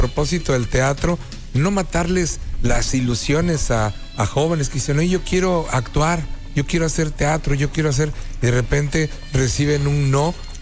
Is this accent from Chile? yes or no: no; Mexico; a veces los propios enemigos somos los mismos mexicanos, siendo que debíamos de apoyarlos.